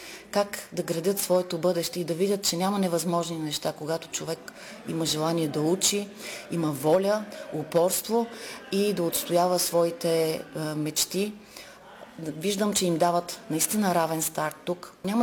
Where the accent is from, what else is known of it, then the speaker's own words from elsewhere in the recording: Kardzhali, Kardzhali Province, Bulgaria; Преди всичко аз съм тук като кърджалийка.